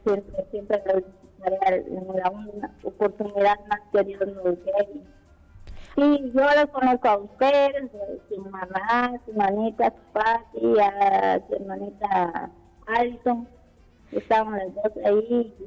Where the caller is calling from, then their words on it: Quiché, Guatemala; Yo soy del Quiché.